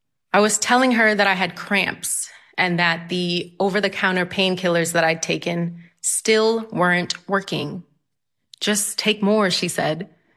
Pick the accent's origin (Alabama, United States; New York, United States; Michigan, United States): New York, United States; New York City; now in Phoenix, United States; The thing that I loved about growing up in New York is you can see the entire world in your little city. There are people from all over the world who speak all different languages.